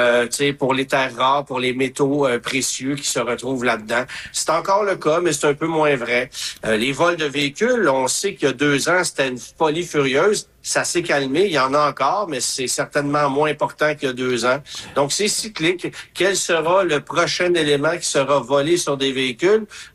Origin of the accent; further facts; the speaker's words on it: Quebec, Canada; chez nous au Québec